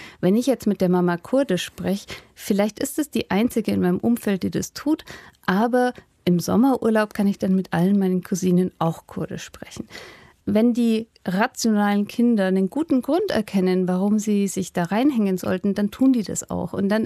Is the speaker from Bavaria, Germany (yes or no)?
yes; Hof, Bavaria, Germany; accent: Franconian; moved away as an adult; ich bin auch zweisprachig aufgewachsen. Also bei uns in Hof oder in Reau, da spricht man Fränkisch. Und als ich dann nach Berlin gegangen bin zum Studium